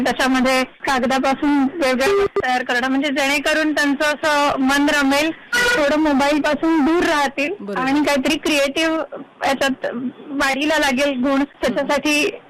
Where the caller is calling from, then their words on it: Mumbai, Maharashtra, India; आम्ही खरे कोकणात मुंबईचे